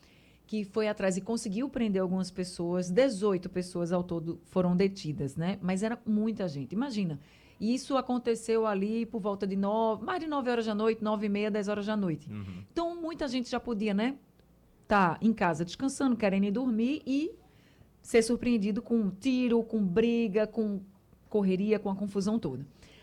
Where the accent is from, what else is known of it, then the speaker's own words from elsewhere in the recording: Recife, Pernambuco, Brazil; porque eu também, né, sou do Ibura, fui criada, nascida e criada lá.